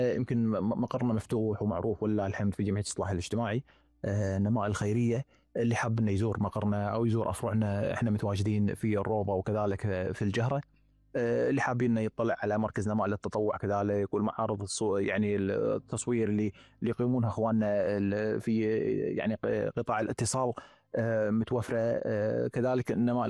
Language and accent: Arabic; Kuwait; تقول انا وين عايش؟ هذا انا ديرتي يعني لما اعيش انا اكون في البيت هناك وبالكويت